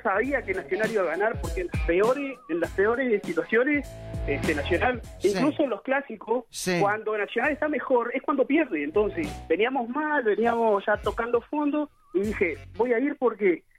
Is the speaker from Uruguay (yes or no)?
yes; Montevideo, Uruguay; Yo soy del interior, o sea, sí, si bien me crié en Montevideo, hace años vivo en el interior